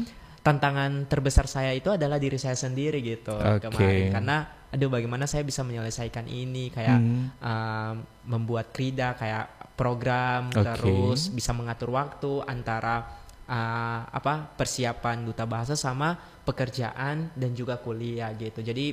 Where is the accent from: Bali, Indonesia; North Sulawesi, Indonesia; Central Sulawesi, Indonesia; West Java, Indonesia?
Central Sulawesi, Indonesia; Buol; moved away as an adult; now in Gorontalo, Indonesia; Saya aslinya Sulawesi Tengah